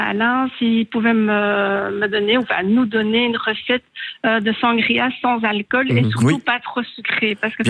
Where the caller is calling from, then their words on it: Tubize, Wallonia, Belgium; À Tubize.